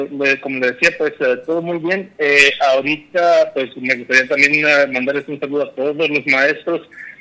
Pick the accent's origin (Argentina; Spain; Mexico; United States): Mexico; La Purísima; moved away; also born or lived in Tingambato; los maestros me hicieron recordar mi infancia allí en La Purísima